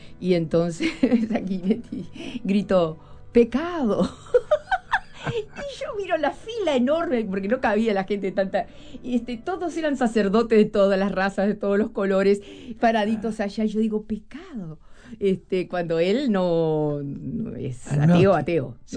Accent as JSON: {"language": "Spanish", "town": "Cardona", "region": "Soriano", "country": "Uruguay", "tie": "born or raised there", "also_born_or_lived": "Montevideo, Uruguay", "moved": "as an adult", "said": "Yo nací en Montevideo, pero me crié hasta que me casé muy joven, en Cardona, departamento de Soriano."}